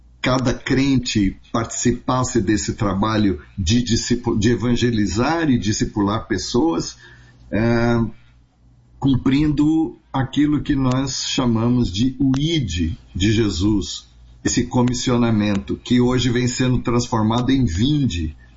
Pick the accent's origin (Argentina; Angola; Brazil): Brazil; now in Portugal